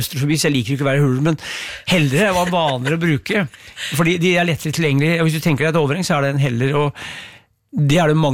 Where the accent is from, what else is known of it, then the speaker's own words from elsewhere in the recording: Brumunddal, Innlandet, Norway; men jeg vokste opp på jobb og mye på fabrikk i oppveksten i Brumunddal.